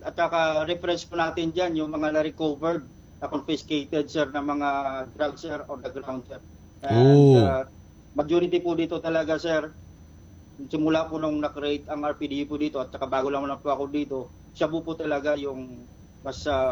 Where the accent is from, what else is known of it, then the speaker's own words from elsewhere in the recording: Luzon, Philippines; I came from Luzon, sir.